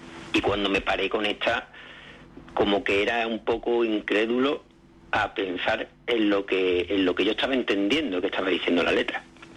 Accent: Morón de la Frontera, Andalusia, Spain; yo soy de Morón de la Frontera, entonces aquí el flamenco como que lo tienes ahí detrás

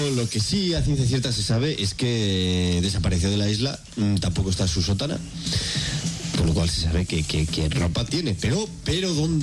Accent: Spain; Para eso soy español.

